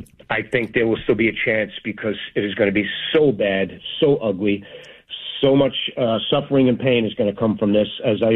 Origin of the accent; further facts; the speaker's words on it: New York City, New York, United States; I am going to miss my hometown of Staten Island because I'm there every year in the parade, small town USA.